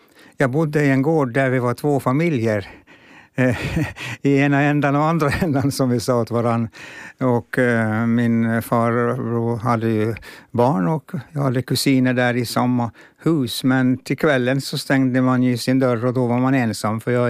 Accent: Finnby, Åland Islands; first language Finnish; Swedish is a second language; båda från, uppvuxna i Finnby

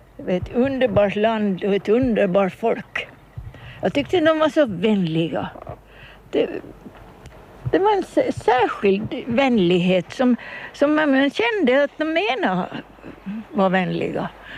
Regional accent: Kumlinge, Åland, Finland; moved away; Ja, så växte jag upp här på Kumlinge. Och sen så fick jag för mig att jag skulle lite ut och se mig omkring. Och så får vi till Amerika.

